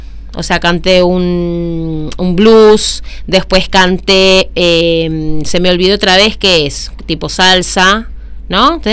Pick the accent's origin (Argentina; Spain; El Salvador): Argentina; La Plata, Buenos Aires Province; born there; Nosotros nos reuníamos cuando éramos chicos en La Plata.